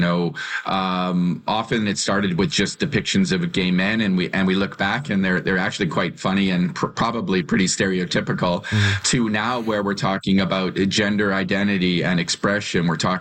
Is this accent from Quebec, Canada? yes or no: no; Alberta, Canada; when I was growing up in Alberta as a gay child